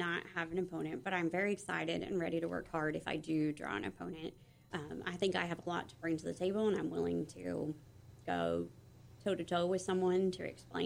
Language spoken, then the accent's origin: English; Orlando, Florida, United States; moved away as an adult; also born or lived in Washington, D.C.; now in Clearwater, United States; I'm not from Clearwater. I'm from Florida. I grew up in Orlando. I lived there the majority of my life, except for 5 years after college when I lived in D.C.